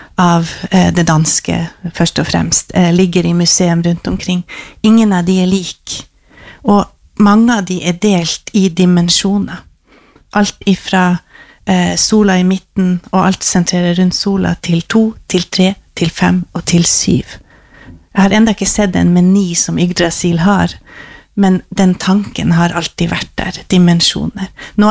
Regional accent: Finnmark, Norway

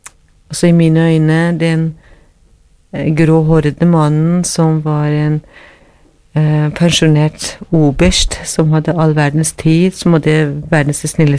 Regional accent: Tehran, Tehran Province, Iran; Norwegian is a second language; moved away as an adult; now in Norway; jeg hadde utdannelse bak meg da jeg kom fra Teheran.

